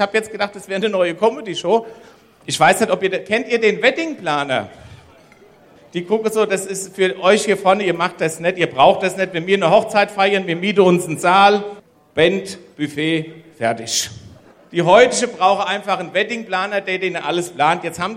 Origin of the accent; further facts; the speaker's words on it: Hesse, Germany; Wir haben ja noch Hausgeburte bei uns in Oberhessen. Ich komme jetzt wirklich auch aus Oberhessen. Da kennt man das noch.